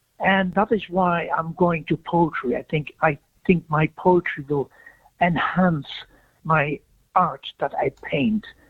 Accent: Netherlands; moved away as an adult; I mean, originally I was born in Holland. Holland is a beautiful place. I was brought up down there. I was trained there in graphic arts.

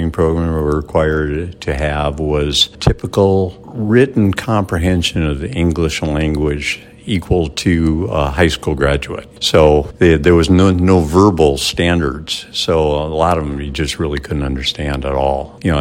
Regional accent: Minnesota, United States; moved away as an adult; I was raised in Minnesota

